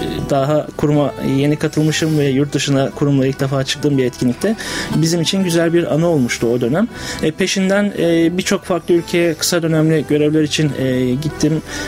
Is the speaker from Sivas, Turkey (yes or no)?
no; Adapazarı, Sakarya, Turkey; born there; now in Ankara, Turkey; ben Adapazarı Sakarya doğumluyum.